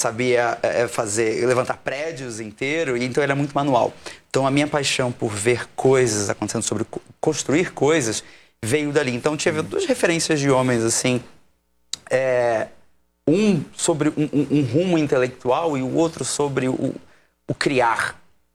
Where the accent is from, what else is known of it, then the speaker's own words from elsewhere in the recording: Niterói, Rio de Janeiro, Brazil; moved away as an adult; now in São Paulo, Brazil; carioca também, nasci em Niterói.